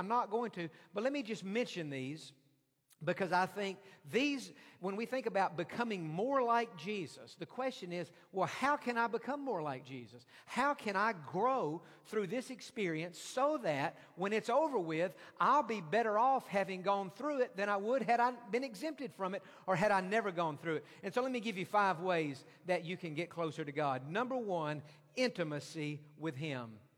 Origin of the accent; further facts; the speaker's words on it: Texas, United States; I grew up in East Texas